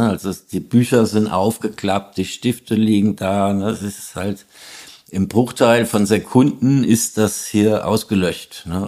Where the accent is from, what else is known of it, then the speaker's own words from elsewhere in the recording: Hesse, Germany; Naja, bei uns gab's halt dieses Kernkraftwerk Biblis in der Nähe, wo ich aufgewachsen bin, und da waren wir halt immer demonstrieren dagegen, ne?